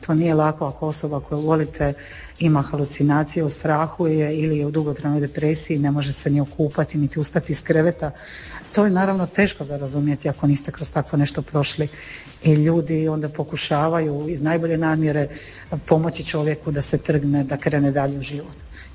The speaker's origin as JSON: {"language": "Croatian", "town": "Split", "region": "Split-Dalmatia County", "country": "Croatia", "said": "evo iz Splita sam pa je to lokacija gdje mi šetamo i penjemo se kad imamo snage"}